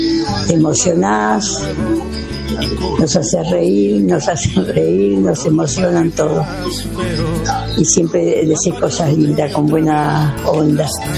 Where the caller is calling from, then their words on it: Castelar, Buenos Aires Province, Argentina; de Castelar.